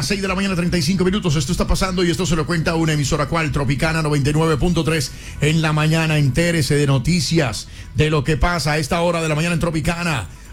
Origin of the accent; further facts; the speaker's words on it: Colombia; como buenos colombianos y como ciudadanos.